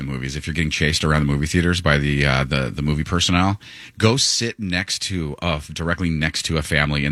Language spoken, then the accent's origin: English; Escondido, California, United States; we were growing up in Escondido